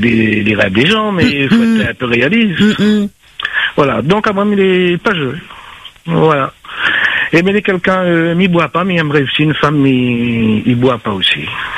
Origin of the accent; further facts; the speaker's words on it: Nord-Est, Réunion; Après, comme je suis du Nord-Est, préférence aussi une dame de, on va dire, Saint-Usanne à la possession.